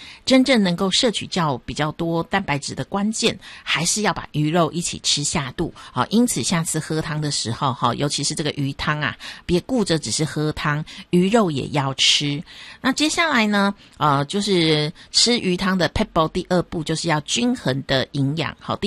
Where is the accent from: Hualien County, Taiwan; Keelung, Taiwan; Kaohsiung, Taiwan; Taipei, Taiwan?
Taipei, Taiwan; 以我在台北长大的